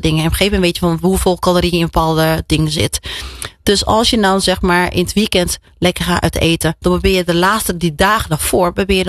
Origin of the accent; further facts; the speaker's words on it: Rotterdam, South Holland, Netherlands; ik ben gewoon een Rotterdammer.